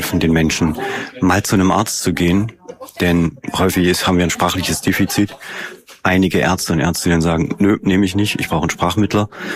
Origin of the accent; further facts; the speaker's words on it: Saalfeld, Thuringia, Germany; ich komme aus Saalfeld